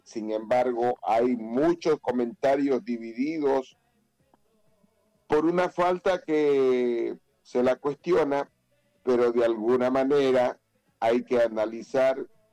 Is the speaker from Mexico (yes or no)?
no; Ecuador; somos ecuatorianos